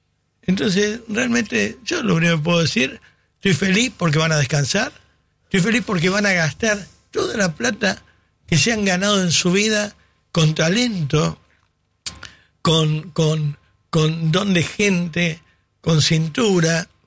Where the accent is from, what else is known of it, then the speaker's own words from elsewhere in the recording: Argentina; Quería que ganen porque soy argentino.